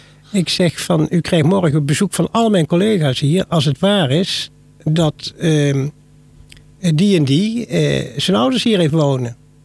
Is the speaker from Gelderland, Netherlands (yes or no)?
yes; Duiven, Gelderland, Netherlands; Ik ben opgegroeid in Duiven bij Arnhem in Gelderland. Een lieflijk dorpje, maar dat werd een Finexwijk. Dus dat is van een boerendorp heel snel gegroeid.